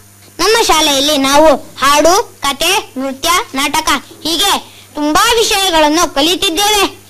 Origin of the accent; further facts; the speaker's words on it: Koragi, Karnataka, India; ಈಗ ನಮ್ಮೂರು ಕೊರಗಿ ಗ್ರಾಮದಲ್ಲಿ ವಿಶೇಷ ಕಲೆ ಜನಪದ ಗೀತೆ ಗಾಯನ.